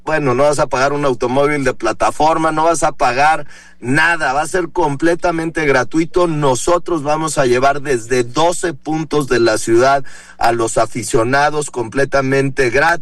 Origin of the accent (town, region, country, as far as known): Jalisco, Mexico